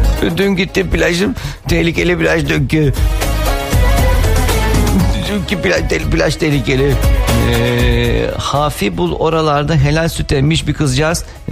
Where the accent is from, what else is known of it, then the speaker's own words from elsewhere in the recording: Xanthi, Eastern Macedonia and Thrace, Greece; Zaten İskeçe'den geldik demiyoruz.